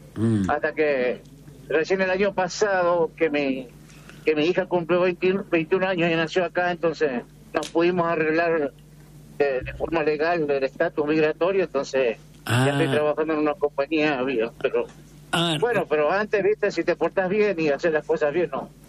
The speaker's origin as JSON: {"language": "Spanish", "region": "La Rioja", "country": "Argentina", "moved": "as an adult", "said": "Radio de La Rioja, yo soy riojano."}